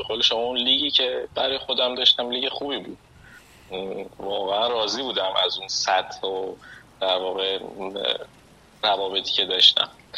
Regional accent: Turkey; Persian is a second language; بهم گفت کجایی هستی، گفتم ترکیه. باز اونم دقیقاً تا گفتم ترکیه چیز شد.

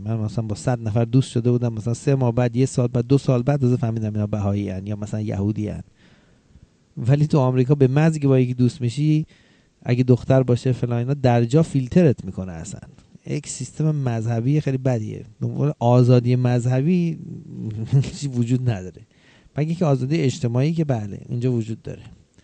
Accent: Iran; moved away as an adult; من که از ایران داشتم می اومدم تو ایران یه پیکان داشتم، پیکان معمولی، مال خودم هم نبود، مال بابام بود و خونه هم نداشتم، با خانوادم زندگی می کردم.

